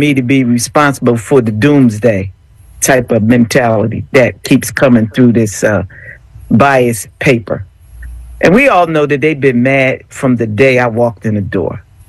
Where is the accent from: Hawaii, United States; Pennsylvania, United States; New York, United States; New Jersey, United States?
Pennsylvania, United States; Philadelphia; I'm from North Philly.